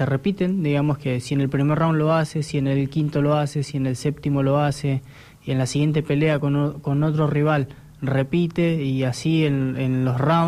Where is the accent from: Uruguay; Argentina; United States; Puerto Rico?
Argentina; Trelew, Chubut; Somos tres de Trelew